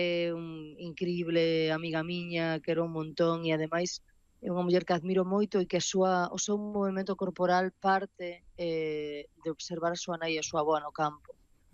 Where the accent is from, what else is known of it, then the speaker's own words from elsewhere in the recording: Ribeira, Galicia, Spain; coma nas aldeas ao redor de Santiago, que é donde eu me criei, criei-me aquí en Ribeira.